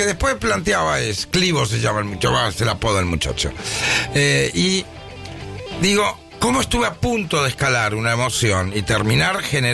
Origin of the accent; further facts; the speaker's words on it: Argentina; ¿será que no aparezco porque yo soy argentino y ejerzo en Argentina, no en Colombia?